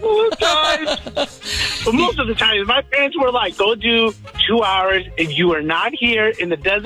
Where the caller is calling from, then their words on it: Joliet, Illinois, United States; I'm from Joliet